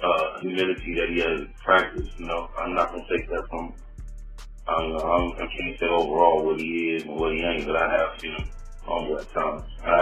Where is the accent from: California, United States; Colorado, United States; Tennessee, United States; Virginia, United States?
California, United States; Compton; born or raised there